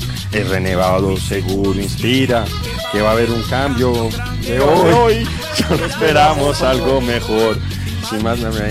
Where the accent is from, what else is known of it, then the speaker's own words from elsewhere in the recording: Bogotá, Colombia; Yo soy bogotano, pero no, me parece bien. En Colombia somos todos